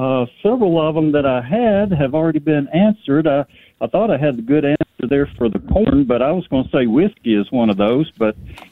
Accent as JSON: {"language": "English", "region": "Mississippi", "country": "United States", "tie": "born or raised there", "lives_now": "Heber Springs, United States", "said": "I currently reside in Heber Springs, Arkansas, but I grew up in Mississippi, so I know what it means when that cowbell rings."}